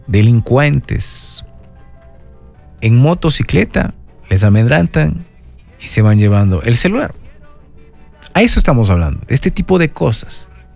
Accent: Ibarra, Imbabura, Ecuador; duele como ibarreño, duele como ecuatoriano

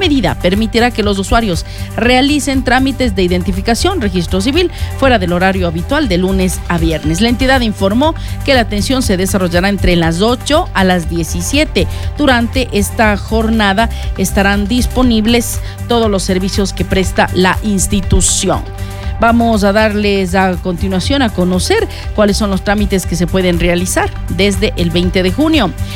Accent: Imbabura, Ecuador

